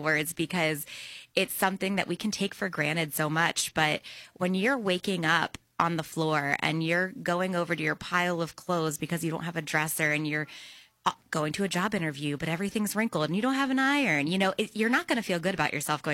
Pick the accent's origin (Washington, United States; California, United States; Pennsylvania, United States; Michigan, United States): Pennsylvania, United States; Mifflinburg; moved away as an adult; also born or lived in Portland; Growing up in Mifflinburg, I was very, very young, maybe around 4 when my parents got a divorce.